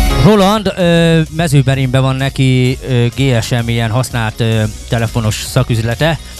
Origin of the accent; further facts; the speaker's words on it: Békés, Hungary; én Békés megyei vagyok.